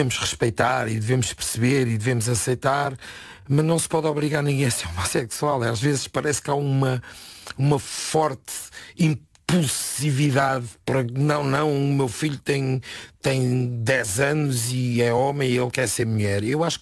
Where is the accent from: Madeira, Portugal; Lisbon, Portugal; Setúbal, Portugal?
Setúbal, Portugal; eu sou de Setúbal